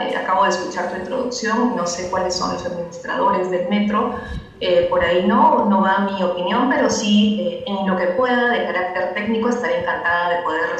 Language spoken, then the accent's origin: Spanish; Peru; Yo soy de Perú